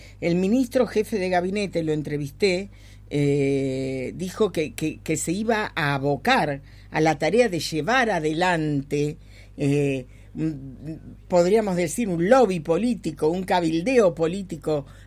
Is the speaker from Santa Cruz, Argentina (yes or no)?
no; Tierra del Fuego, Argentina; uno es el legislador Lechman y otro sos vos, somos fueguinos.